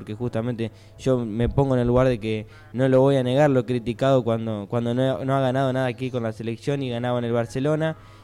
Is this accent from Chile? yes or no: no; Argentina